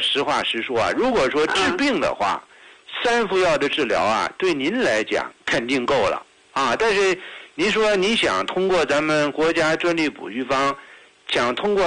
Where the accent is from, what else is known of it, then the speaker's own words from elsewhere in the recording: Henan, China; accent: Henan; 您把我的河南腔都给拐得出来了